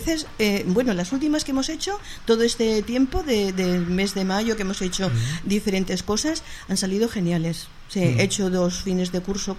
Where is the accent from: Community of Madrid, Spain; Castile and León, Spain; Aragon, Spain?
Aragon, Spain; Yo soy maña, ¿no? Entonces, ¿sí? En mi familia, mis hermanos cantaban jotas. Entonces, a mí me viene más la vena aragonesa si empiezo a cantar.